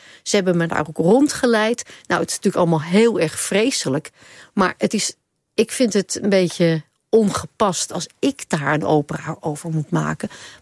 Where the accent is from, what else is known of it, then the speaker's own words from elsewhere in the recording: Amsterdam, North Holland, Netherlands; Soleimani, dat is voor mij als Amsterdammer makkelijk te zeggen.